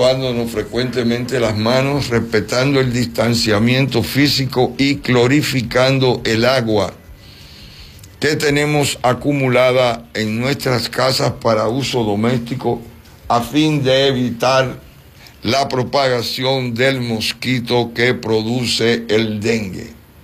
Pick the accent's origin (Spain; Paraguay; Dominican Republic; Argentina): Dominican Republic